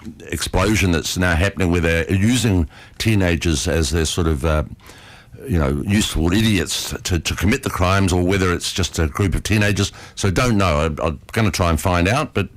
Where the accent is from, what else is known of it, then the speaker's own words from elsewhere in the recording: New Zealand; Growing up in New Zealand, we had one.